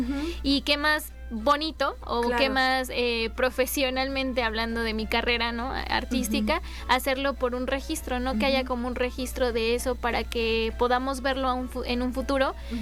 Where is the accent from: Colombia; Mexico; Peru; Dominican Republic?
Mexico; Mexico City; en el barrio, pues, de donde vengo